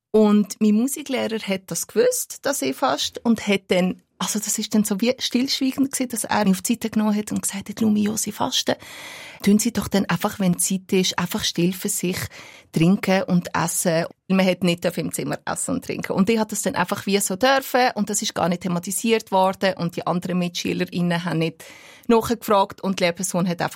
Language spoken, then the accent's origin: German; Albania; now in Switzerland; Dann habe ich gesagt, «Ja, aber ich bin ja nicht aus einem arabischen Land, ich bin aus Albanien.»